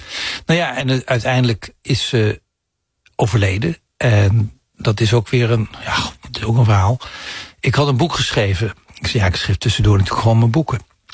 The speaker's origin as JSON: {"language": "Dutch", "town": "Heerlen", "region": "Limburg", "country": "Netherlands", "tie": "born or raised there", "moved": "yes", "said": "mijn geboorteplaats Heerlen."}